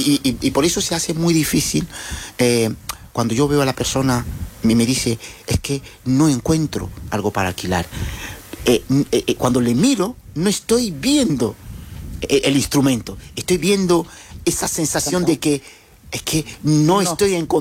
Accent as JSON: {"language": "Spanish", "town": "Jerez de la Frontera", "region": "Andalusia", "country": "Spain", "said": "yo soy de barrio de San Miguel"}